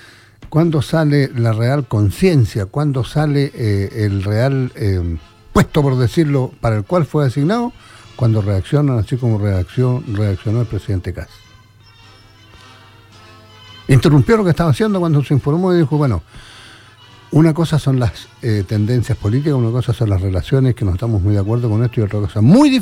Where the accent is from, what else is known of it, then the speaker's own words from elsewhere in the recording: Chile; yo como chileno